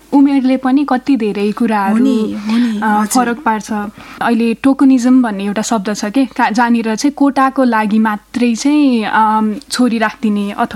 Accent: Kathmandu, Bagmati, Nepal; also born or lived in Ramechhap; नागरिकताले चाहिँ म रामेसापबाट भने पनि थाहा भएदेखि म काठमाडौँमै बसोबास गर्दै आएको छु।

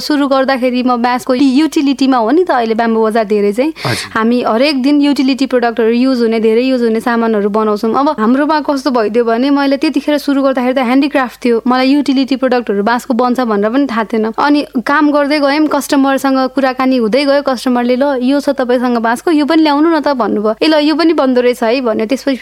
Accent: Dhangadhi, Sudurpashchim Province, Nepal; moved away; अब म हुर्केको जन्मेको हुर्केको क्लास 6 पढेको धनगढीमा कैलालीमा

